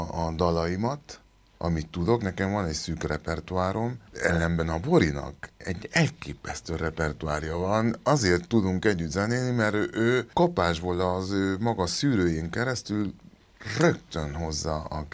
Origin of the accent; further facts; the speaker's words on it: Hungary; born there; first language Spanish; Hungarian is a second language; also born or lived in Barcelona, Spain / Uruguay; én Magyarországon nőttem fel